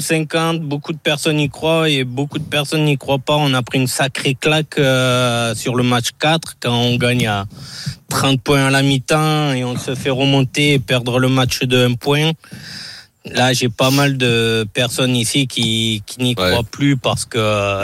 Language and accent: French; Landes, Nouvelle-Aquitaine, France; moved away as an adult; now in San Antonio, United States; je suis des Landes.